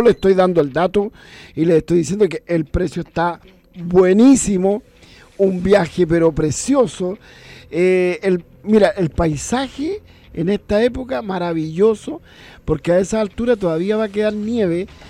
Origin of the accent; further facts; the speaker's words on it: Chile; Los chilenos no somos los más buenos para tomar en sus fiestas patrias.